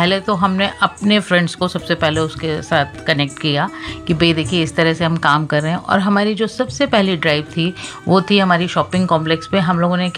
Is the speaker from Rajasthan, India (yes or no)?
no; Uttar Pradesh, India; तो हम छोटे शहरों से हैं, यूपी के बहुत छोटे से शहर में